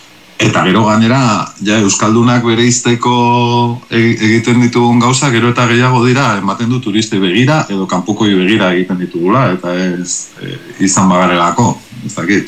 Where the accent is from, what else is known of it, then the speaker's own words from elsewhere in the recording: Vitoria-Gasteiz, Basque Country, Spain; ni Gasteizkoa naiz